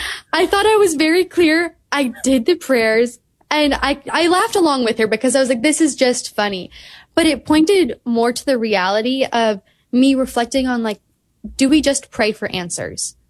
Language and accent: English; Wisconsin, United States; moved away as an adult; now in Washington, D.C., United States; I moved 1,000 miles away from home. I live now in the DC area and I grew up in Wisconsin